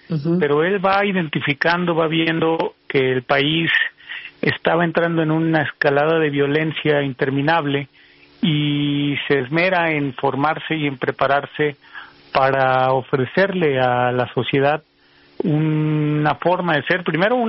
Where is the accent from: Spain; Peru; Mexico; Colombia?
Mexico; Tepatitlán, Jalisco; born there